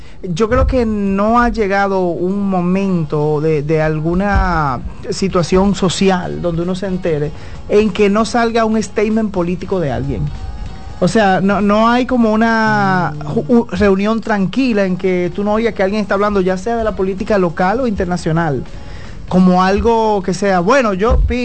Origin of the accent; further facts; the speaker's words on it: Dominican Republic; somos todos dominicanos